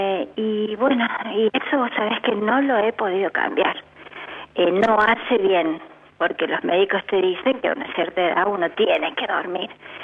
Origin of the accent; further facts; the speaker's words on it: Buenos Aires, Argentina; now in Villa María, Argentina; a mí me retrotraen a mi infancia en Buenos Aires.